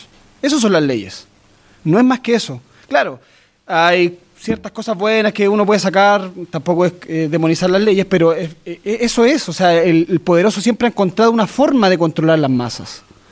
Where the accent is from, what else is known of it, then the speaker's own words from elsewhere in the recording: Chile; yo también soy parte del LOF-ROFUE, nacido y criado en el Lorro fue, y por tanto, al igual que mi Peñi, el Machi Fidel Trenamil, conozco la historia.